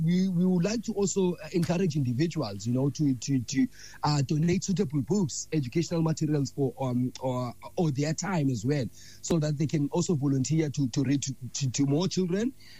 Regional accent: Vrygrond, Western Cape, South Africa; I was born and raised in Vryheid, like 15 minutes away from the Muizenberg area.

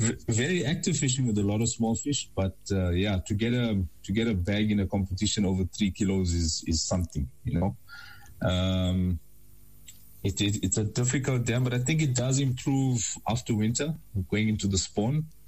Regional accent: KwaZulu-Natal, South Africa; the Tugela, you know, which flows through my hometown.

